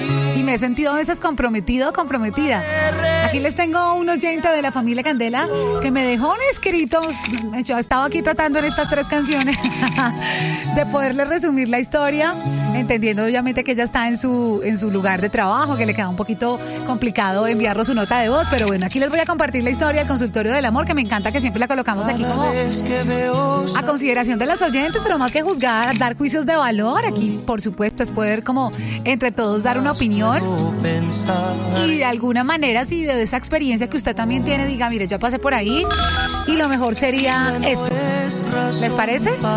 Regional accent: Ibagué, Tolima, Colombia; now in Bogotá, Colombia; Yo llegué a la ciudad de Bogotá, yo soy de Ibagué.

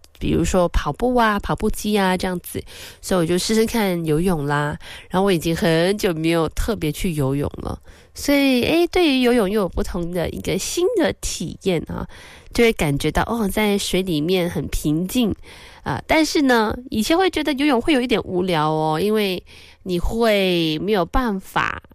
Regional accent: Kuala Lumpur, Malaysia; 作为吉隆坡人，在这边生于斯长于斯啊

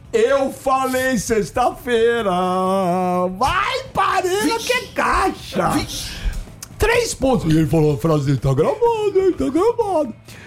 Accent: São Paulo, Brazil; born there; Porque é estranho, né? Eu sou brasileiro, nasci no Brasil.

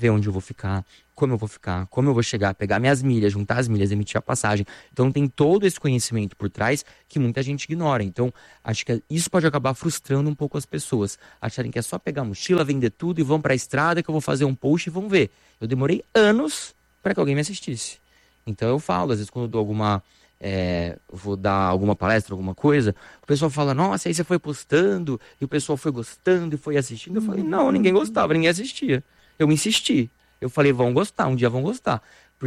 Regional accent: Brazil; eu amo a minha vida, é muito legal aqui eu crescendo na Vila Militar, por exemplo, mas o mundo não é só isso.

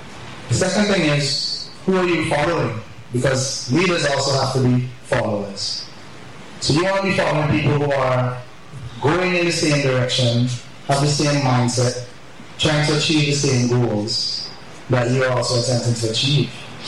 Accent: Calder, St. Vincent & Grenadines; I'm from a little village in St. Vincent and the Grenadines called Calder.

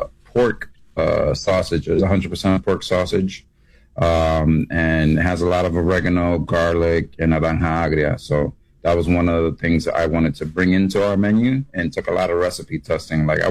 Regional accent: New York, United States

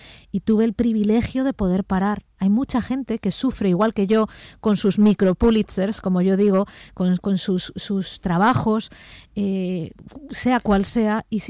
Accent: Madrid, Community of Madrid, Spain; born there

